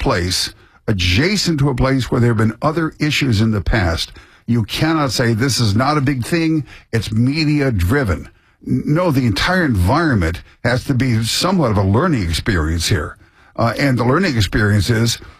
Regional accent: Midwest, United States; moved away; I saw it in a little town where I grew up in the Midwest.

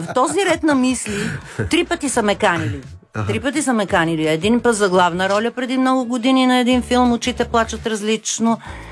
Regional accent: Montana, Montana Province, Bulgaria; Аз съм от Монтана, от Северозапада. И между другото исках това да се личи по някакъв начин.

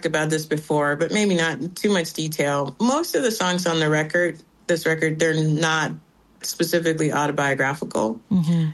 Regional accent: Cleveland, Ohio, United States; I grew up working class in Cleveland, Ohio. And my sister and I, we were raised by my mother after my parents divorced.

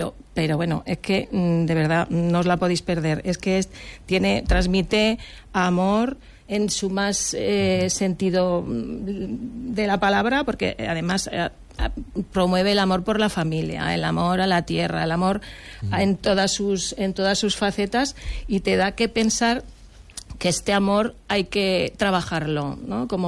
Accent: Bueña, Aragon, Spain; Javier Santos tiene una vinculación especial con Bueña y yo es que soy de Bueña.

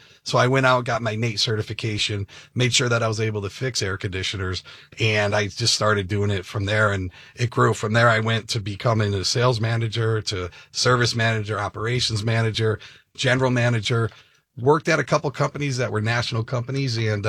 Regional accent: Connecticut, United States; now in Inland Empire, United States; I'm from Connecticut originally.

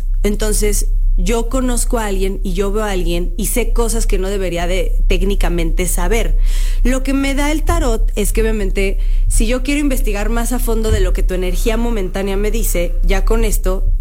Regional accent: Mexico City, Mexico; Perdón, una que es del norte. No es cierto, soy de la Roma.

